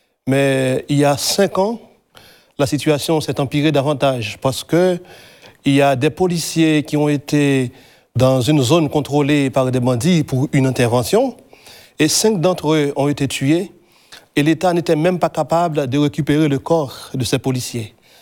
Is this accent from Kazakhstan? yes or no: no; Petit-Goâve, Ouest, Haiti; moved away as an adult; now in Finistère, France; moi, je suis né dans une des campagnes de Petit-Gouave, la 7e section de Petit-Gouave.